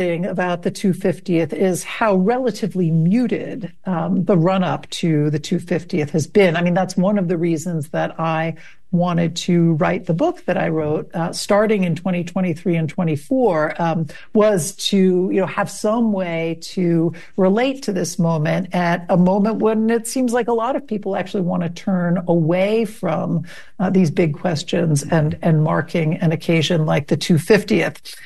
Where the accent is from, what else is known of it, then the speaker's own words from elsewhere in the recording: Philadelphia, Pennsylvania, United States; So it starts in Philadelphia with the American Revolution. That also happens to be my hometown.